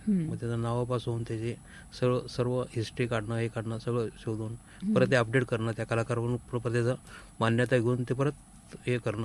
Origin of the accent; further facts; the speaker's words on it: Satara, Maharashtra, India; moved away as an adult; now in Ahmednagar, India; माझं बालपण साताऱ्यामध्ये गेलं